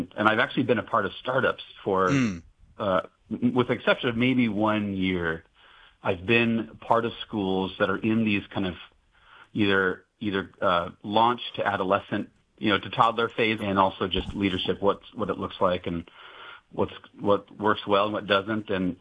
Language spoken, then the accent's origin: English; Washington, United States; born there; also born or lived in northwestern Iowa; now in Seattle, United States; I was born outside of in northwestern Iowa, and then my mom was from Whidbey Island out here, and my grandpa was in the Navy. So my dad moved out to Washington State, and so I was kind of born in Iowa, but raised in Washington State. Did a number of years, about 16, 17 years in the Midwest, in Illinois